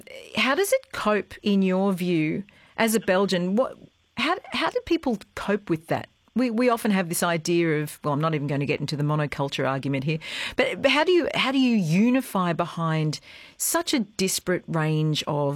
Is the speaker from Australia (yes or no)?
yes; Australia; you're personally, as an Australian, being delightfully welcome to the area